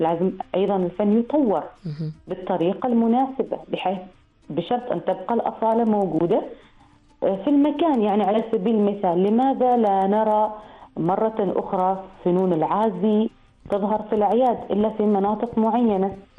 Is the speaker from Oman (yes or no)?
yes; Oman; أنا كوني كعماني